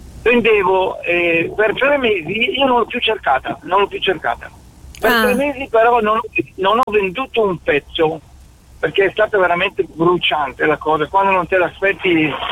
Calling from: Verona, Veneto, Italy; da Verona.

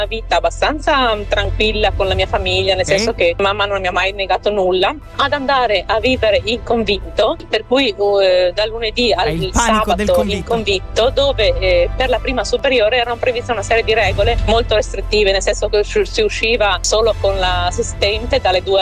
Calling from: Codroipo, Friuli-Venezia Giulia, Italy; scusate, sono di Codroipo.

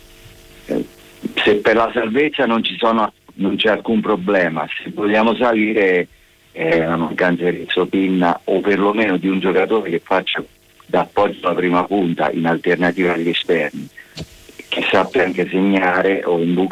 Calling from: Milan, Lombardy, Italy; anche sono milanese

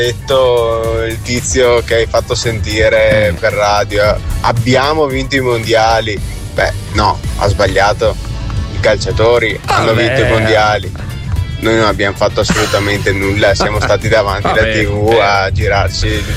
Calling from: Vicenza, Veneto, Italy; Sono di Vicenza io.

